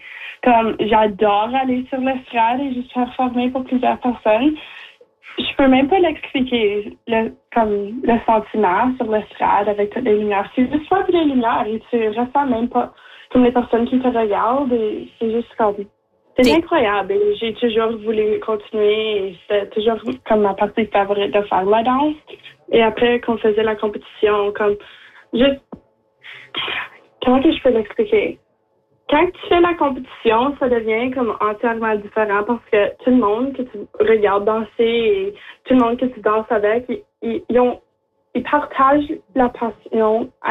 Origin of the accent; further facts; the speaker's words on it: Timmins, Ontario, Canada; also born or lived in Chapleau; Je suis 17 ans. Je viens de Timmins. Je vivais comme avant à Chapleau, mais j'ai déménagé à 5 ans